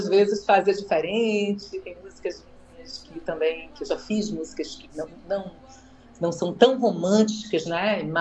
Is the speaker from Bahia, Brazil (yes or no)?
yes; Salvador, Bahia, Brazil; Sou de Salvador.